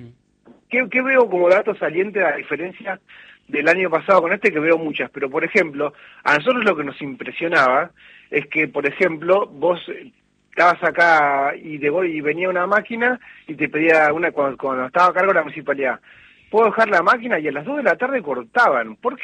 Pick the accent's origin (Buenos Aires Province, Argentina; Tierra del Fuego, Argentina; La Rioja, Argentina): Buenos Aires Province, Argentina; Junín; yo soy acá de Junín